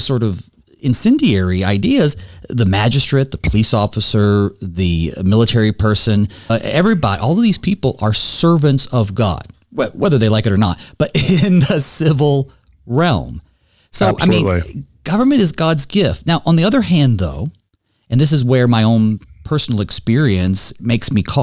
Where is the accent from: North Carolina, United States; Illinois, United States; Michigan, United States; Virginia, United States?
North Carolina, United States; Winston-Salem; I'm a Southern boy. You're in Gainesville. I'm from Winston-Salem, North Carolina.